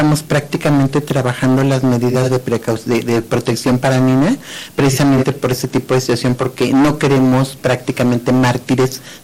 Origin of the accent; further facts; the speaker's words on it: Querétaro, Mexico; la población queretana